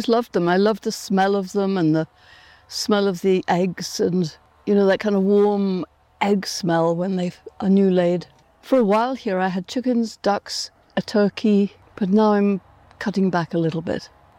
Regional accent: Nairobi, Kenya; moved away; because I was born in East Africa, and we had chickens.

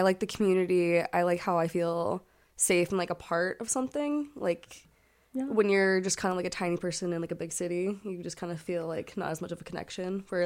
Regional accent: North Dakota, United States; I grew up in North Dakota, so like all of my first like concerts I went to were country concerts because those are the people that come to like a rural red state.

